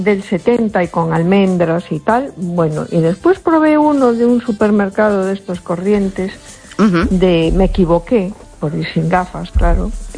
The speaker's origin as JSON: {"language": "Spanish", "town": "A Coruña", "region": "Galicia", "country": "Spain", "said": "Hola, buenas noches … de Coruña."}